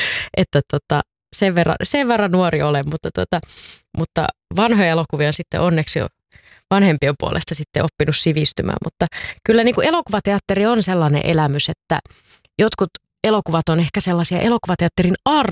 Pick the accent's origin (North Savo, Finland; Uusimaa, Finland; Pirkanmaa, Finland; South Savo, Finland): South Savo, Finland; Savonlinna; born there; muistan itsekin ajan lapsena, kun Savonlinnassa ensimmäistä kertaa elokuvateatterissa kävin